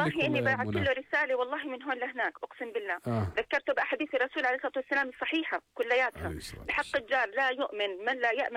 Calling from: Jordan; عندنا في الأردن

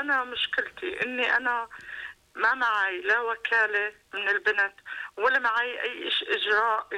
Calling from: Irbid, Irbid Governorate, Jordan; أنا سكنت بأربد

